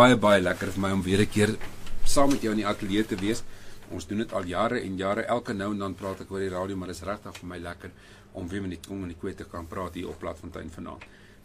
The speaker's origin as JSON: {"language": "Afrikaans", "region": "Mpumalanga", "country": "South Africa", "tie": "born or raised there", "said": "Ek is gebore in Mpumalanga, in Oost-Transvaal, daar jare gewees. Ek het groot geword daar. Ek is 'n boerse kind. Ek het daar op 'n plaas groot geword."}